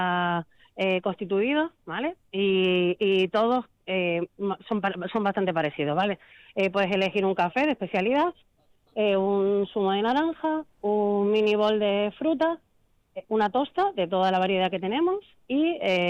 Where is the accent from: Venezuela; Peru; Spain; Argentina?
Spain; Canary Islands; moved away; Soy canaria, ¿vale?